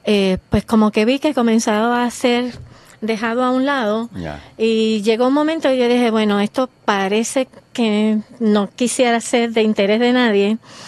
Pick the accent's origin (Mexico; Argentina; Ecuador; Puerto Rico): Puerto Rico; Guánica; Yo nací en Guánica, me crié en Guánica.